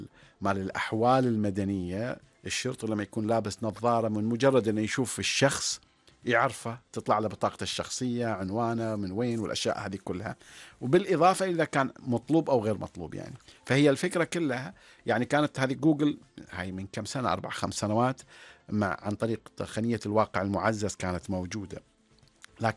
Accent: Oman

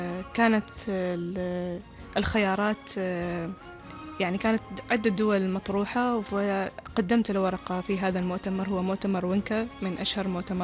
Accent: Oman; أنا كنت الوحيدة من سلطنة عمان

